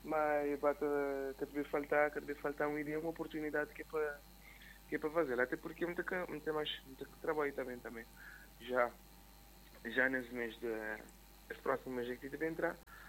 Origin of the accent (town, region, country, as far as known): Cape Verde